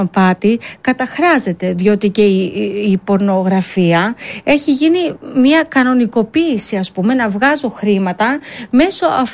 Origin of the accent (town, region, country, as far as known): Greece